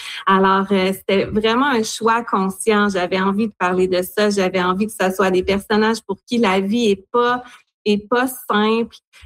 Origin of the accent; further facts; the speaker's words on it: Quebec, Canada; je suis originaire de la Côte-Nord, de Bécamo sur la Côte-Nord, mais j'ai étudié à l'Université de Sherbrooke